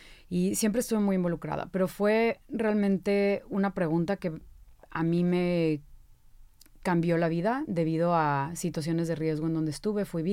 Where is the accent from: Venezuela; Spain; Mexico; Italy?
Mexico; Veracruz; Yo soy de Veracruz. Soy de Veracruz, paso muchísimo tiempo ya en la Ciudad de México, debido también a los talleres, a los seminarios, todo como estas pláticas.